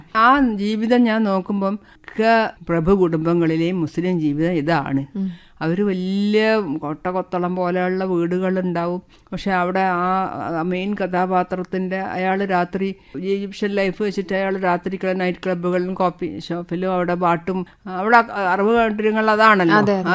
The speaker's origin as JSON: {"language": "Malayalam", "town": "Thalassery", "region": "Kerala", "country": "India", "tie": "born or raised there", "said": "അതിപ്പോൾ ഞാൻ തലശ്ശേരി തിക്കോടിയൊക്കെയാണ് ജനിച്ചത് വളർന്നതെങ്കിൽ ഞാൻ മലപ്പുറം കണ്ണൂര് അങ്ങനെ ഓരോ ക്യാരക്ടേഴ്സിന്"}